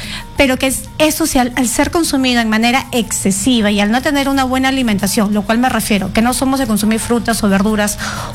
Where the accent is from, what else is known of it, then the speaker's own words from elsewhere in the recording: Peru; porque seamos sinceros, nosotros como peruanos nos encanta comer